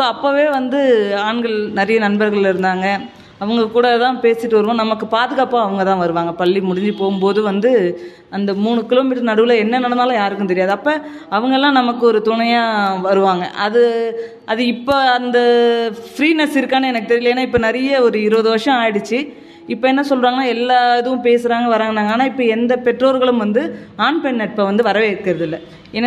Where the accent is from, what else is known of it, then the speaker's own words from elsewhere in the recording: Ayyangarkulam, Tamil Nadu, India; moved away as an adult; also born or lived in Kanchipuram; திரும்ப காஞ்சிபுரத்தில் 11வது சேர்ந்துட்டு ஒரு 3 மாதங்கள் படிச்சுட்டு திரும்ப நான் படித்த பக்கத்தில் ஐயங்கார்குளம்ன்ற ஒரு ஊரில் படித்தேன், அந்த ஊருக்கே திரும்ப வந்துட்டேன்.